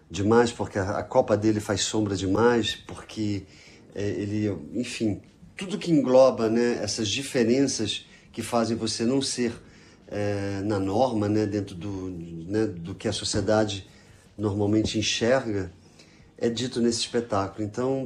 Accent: Angola; moved away; also born or lived in Brazil / France; Eu vim de Angola, sou de família portuguesa, migrei para o Brasil, fui para a França, enfim.

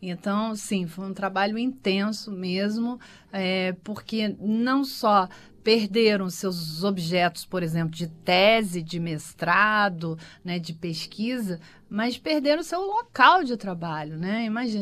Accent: Brazil; a gente é, né, brasileiras e brasileiros

